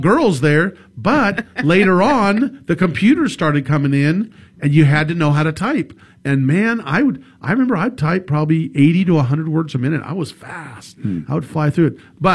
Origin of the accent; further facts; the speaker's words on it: Sacramento, California, United States; I will never forget when I grew up in Sacramento back when it was, you know, there was newer houses in the early 60s.